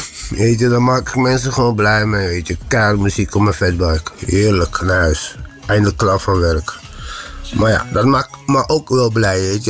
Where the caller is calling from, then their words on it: Amsterdam, North Holland, Netherlands; Ik kom uit Noord en ik zit in Wormerveer met mijn werk.